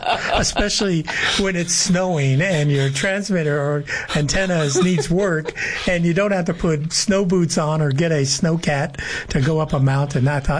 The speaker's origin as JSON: {"language": "English", "town": "Phoenix", "region": "Arizona", "country": "United States", "tie": "born or raised there", "also_born_or_lived": "Flagstaff, Arizona", "moved": "as an adult", "lives_now": "Yuma, United States", "said": "I grew up in Phoenix, and when I came down here 20 years ago, Yuma reminded me of the Phoenix I left in the late 1970s."}